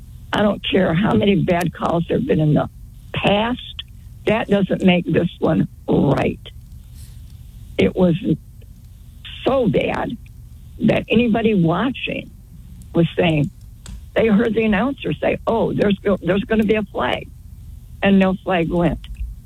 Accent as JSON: {"language": "English", "region": "Florida", "country": "United States", "also_born_or_lived": "Michigan", "said": "now, I'm from Florida. Prior to that, Michigan."}